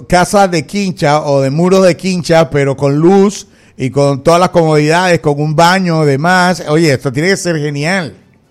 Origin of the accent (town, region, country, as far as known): Panama